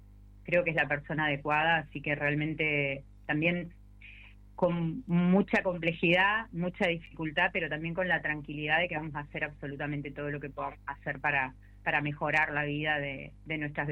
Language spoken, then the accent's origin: Spanish; Argentina; como argentinos y argentinas